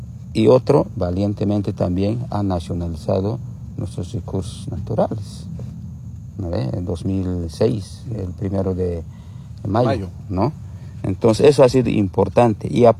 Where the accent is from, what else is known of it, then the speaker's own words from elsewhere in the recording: Bolivia; Nosotros como pueblo boliviano incluso hemos aceptado la subvención que se levante, ¿no ve?